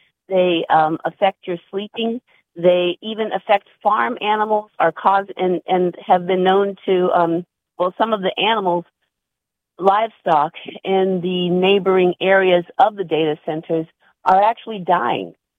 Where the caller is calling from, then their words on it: Washington, District of Columbia, United States; I'm a D.C. resident